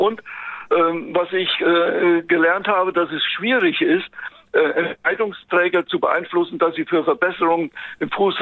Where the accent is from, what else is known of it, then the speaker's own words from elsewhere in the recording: Altenkirchen district, Rhineland-Palatinate, Germany; born there; also born or lived in Siegen / Berlin; now in Minden, Germany; gebürtig in Isartkreis Altenkirchen, studiert an der Ingenieurschule in Siegen-Westfalen und studiert auch an der TU in Berlin